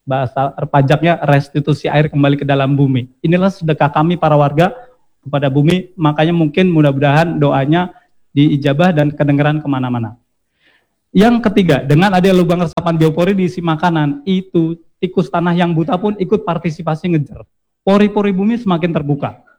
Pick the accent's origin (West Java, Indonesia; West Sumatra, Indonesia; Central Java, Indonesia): West Java, Indonesia; Cirebon; sebagai orang Cirebon